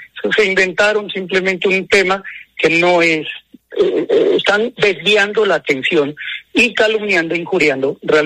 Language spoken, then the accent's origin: Spanish; Pasto, Nariño, Colombia